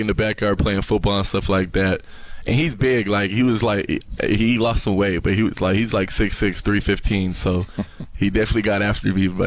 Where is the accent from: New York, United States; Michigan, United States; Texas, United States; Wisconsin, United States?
Michigan, United States; Milan; I'm from Milan, Michigan, right by Ypsilanti. So I say Ypsilanti, but I went to Milan High School.